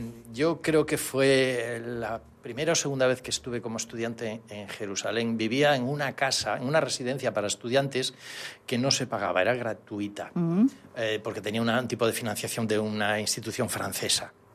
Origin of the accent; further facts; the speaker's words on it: Galicia, Spain; Porque yo creo que en el fondo me recordaba mi tierra, Galicia, ¿no?